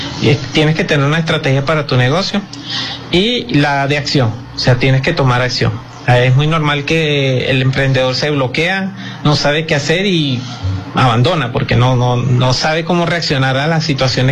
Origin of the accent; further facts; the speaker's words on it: Venezuela; nosotros como venezolanos